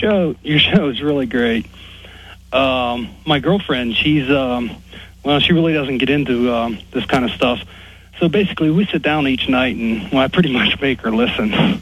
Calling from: Pennsylvania, United States; Pennsylvania.

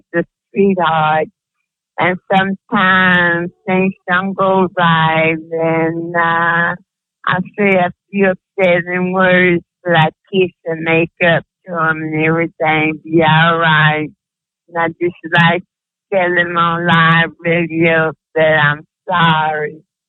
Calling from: Alabama, United States; I'm calling from Alabama.

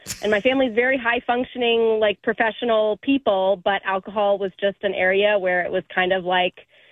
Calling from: Richmond, Virginia, United States; I'm from Richmond.

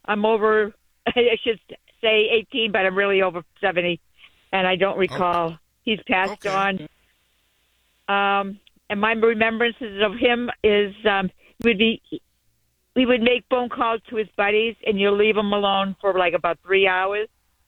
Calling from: Weymouth, Massachusetts, United States

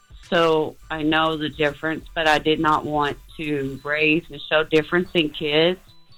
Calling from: Hot Springs, Arkansas, United States; I'm from Hot Springs, Arkansas

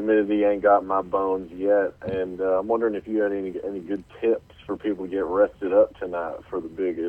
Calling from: Bend, Oregon, United States; from Bend, Oregon.

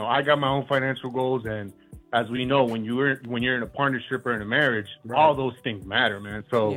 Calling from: Miami, Florida, United States; How's it going, Breakfast Club? Good morning. I'm calling from Miami, Florida.

